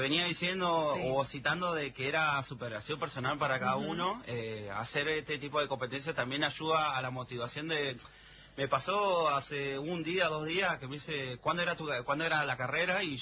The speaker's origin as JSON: {"language": "Spanish", "country": "Argentina", "said": "Así somos los argentinos, hijos del rigor."}